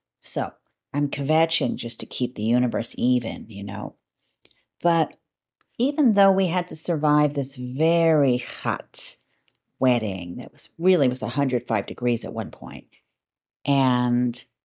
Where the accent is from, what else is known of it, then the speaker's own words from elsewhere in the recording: New Jersey, United States; moved away; So I'm pretty used to tropical, very hot climates. Why? Because I'm from New Jersey. New Jersey is not hot and tropical. But when my parents decided to drag us out of Jersey, we lived on the Jersey Shore